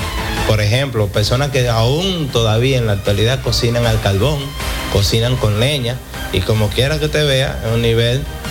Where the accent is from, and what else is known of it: Dominican Republic; also born or lived in Cuba